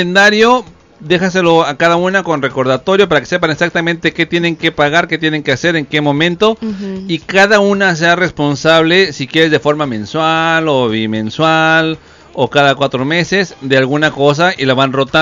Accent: Yucatán, Mexico; Y son preparados en Yucatán también, orgullosamente de donde soy, obviamente, orgullosamente.

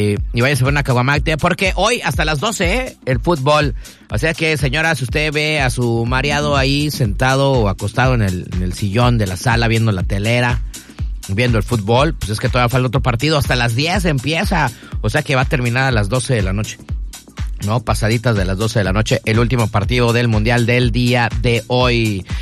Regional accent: Mexico City, Mexico; Soy chilanga banda.

